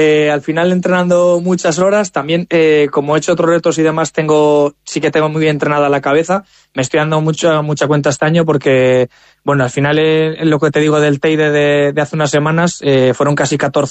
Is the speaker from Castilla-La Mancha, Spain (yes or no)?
yes; Tarancón, Castilla-La Mancha, Spain; como soy de Tarancón